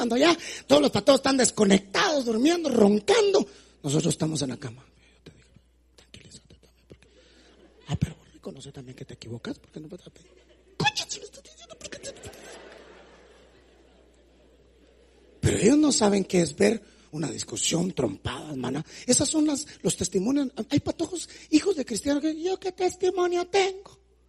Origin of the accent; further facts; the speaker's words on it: Jutiapa, Guatemala; yo soy de Jutiapa, hermano.